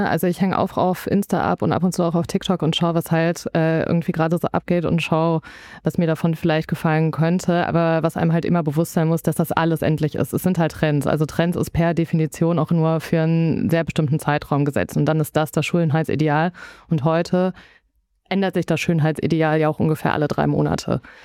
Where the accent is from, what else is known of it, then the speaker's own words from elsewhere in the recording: Düsseldorf, North Rhine-Westphalia, Germany; Und ich komme aus Düsseldorf und hatte da auch die Nähe zu Köln